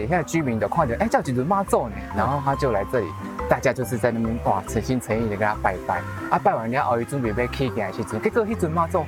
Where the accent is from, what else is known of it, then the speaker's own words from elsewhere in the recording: Puzi, Chiayi County, Taiwan; 今天来到我的故乡，就是我的嘉义县的埔主。